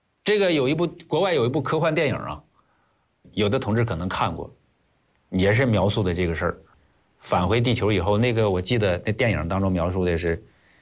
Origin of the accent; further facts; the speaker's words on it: China; 我们国家